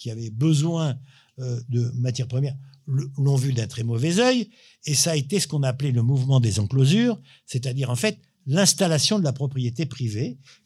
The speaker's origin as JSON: {"language": "French", "town": "Rabat", "region": "Rabat-Salé-Kénitra", "country": "Morocco", "tie": "born or raised there", "moved": "yes", "said": "Moi, je suis né au Maroc. À Rabat, bon, j'ai habité plusieurs quartiers, et à Rabat, on avait un quartier qui s'appelait Lagdal."}